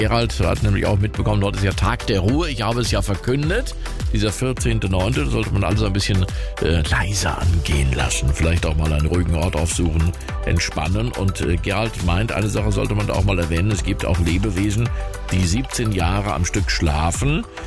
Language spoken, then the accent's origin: German; Rhineland-Palatinate, Germany; das ist das Lebensmotto im Westerwald, das ist meinem Heimatort